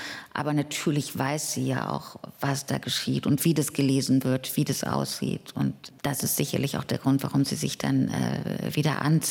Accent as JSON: {"language": "German", "country": "Germany", "tie": "born or raised there", "said": "Also ich bin in einem Land, in der DDR aufgewachsen, die hatte nicht nur Vorteile"}